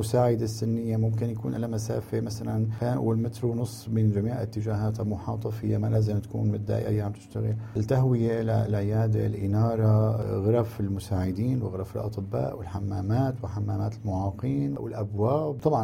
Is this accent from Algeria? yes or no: no; Syria; وهذا الشيء الحقيقة أتمنى أنه يصير موجود عندنا بسوريا.